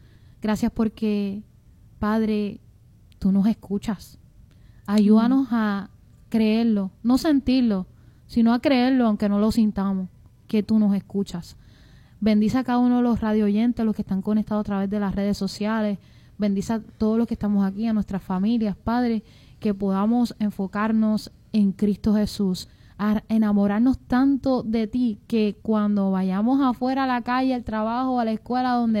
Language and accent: Spanish; Puerto Rico; Somos boricua